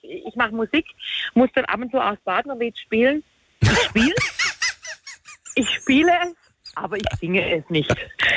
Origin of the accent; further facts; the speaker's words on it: Baden-Württemberg, Germany; now in Mühlebach, Germany; Da kann ich ja als Schwab also gar nichts mehr dazu sagen. Das ist nicht netter. Man kann im Badischen wohnen, aber im Herzen bleibt man ein Schwabe.